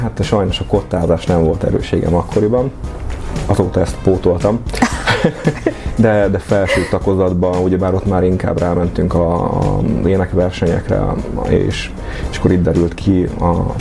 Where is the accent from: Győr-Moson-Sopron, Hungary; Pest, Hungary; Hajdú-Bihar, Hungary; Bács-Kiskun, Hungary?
Hajdú-Bihar, Hungary; Mikepércs; also born or lived in Debrecen; Én Debrecenben születtem, és egy éves koromban költöztünk ki Mikepécsre, és azóta is ott élek, ennek már most már 35-6 éve.